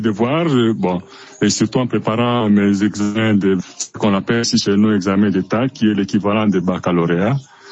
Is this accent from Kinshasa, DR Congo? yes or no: no; Lubumbashi, Haut-Katanga, DR Congo; born there; also born or lived in Zambia; j'étais déjà à Lubumbashi. Bon, je suis né en Zambie. Je suis venu au pays, à Lubumbashi, pour les études. Et j'y suis resté.